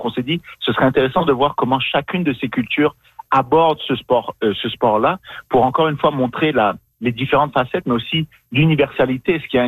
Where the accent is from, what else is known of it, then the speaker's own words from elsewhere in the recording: Niger; born there; moved away; Moi, je suis né au Niger, en Afrique de l'Ouest.